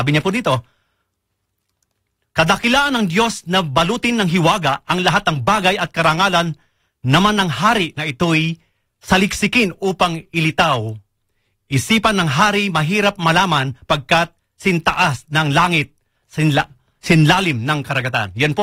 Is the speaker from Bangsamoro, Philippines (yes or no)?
no; Muñoz, Central Luzon, Philippines; I'm from Zion City of Muñoz, Carret.